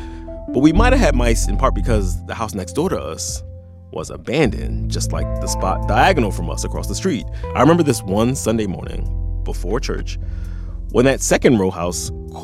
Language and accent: English; Philadelphia, Pennsylvania, United States; At the same time I was growing up in South Philly